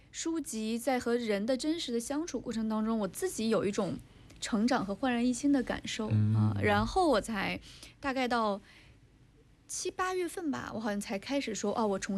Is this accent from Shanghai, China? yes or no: no; Harbin, Heilongjiang, China; 对，我就是哈尔滨人